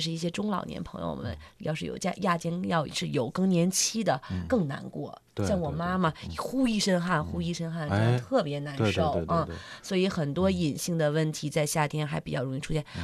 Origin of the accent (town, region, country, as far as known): China